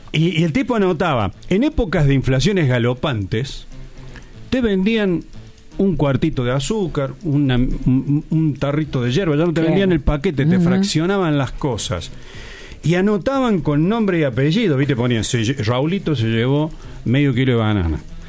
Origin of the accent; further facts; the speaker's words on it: Córdoba, Argentina; Yo soy de Pueblo Colón, señora, allá en la parte sur de Córdoba. En lo que viene a ser la famosa seccional 12, ahí éramos todos peronistas